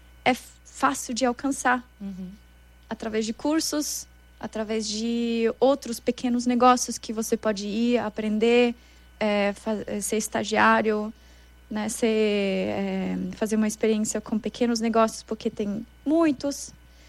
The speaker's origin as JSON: {"language": "Portuguese", "country": "Austria", "second_language": "Portuguese", "said": "Eu só coloquei a minha essência, o que que faz sentido para mim, como austríaca, que é a saúde de verdade."}